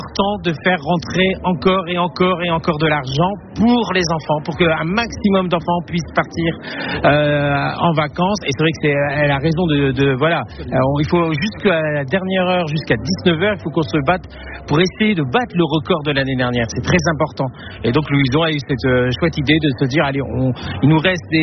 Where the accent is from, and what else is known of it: Lille, Hauts-de-France, France